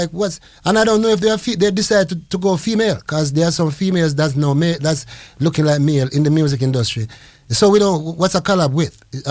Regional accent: Montego Bay, Saint James, Jamaica; I'm from Montego Bay, the one.

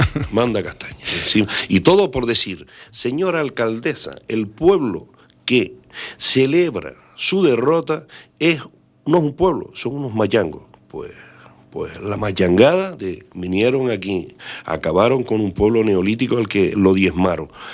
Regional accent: Artenara, Canary Islands, Spain; moved away; also born or lived in La Laguna, Tenerife; A mí tengo la ventaja de haber nacido, vivido mi infancia en Artenara, que es un pueblo precioso.

